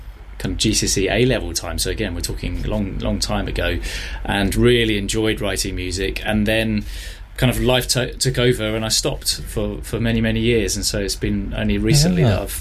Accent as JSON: {"language": "English", "town": "Cambridge", "region": "East of England", "country": "United Kingdom", "tie": "born or raised there", "moved": "yes", "said": "So I'm originally from Cambridge, and now I live in Cambridge, in the glorious city itself. Been away for 24 years, I think. Finally back in the hometown, back in the Shire."}